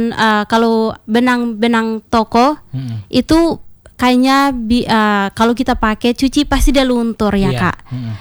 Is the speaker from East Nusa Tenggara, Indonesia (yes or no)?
yes; East Nusa Tenggara, Indonesia; Kalau kita orang TTS atau orang Timur, kita lebih senang pakai pakaian adat yang warnanya merah terang atau warna kuning terang seperti itu.